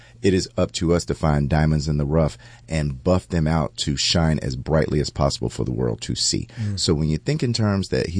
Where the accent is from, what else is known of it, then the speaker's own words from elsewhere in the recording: Atlanta, Georgia, United States; I'm from Atlanta, Georgia.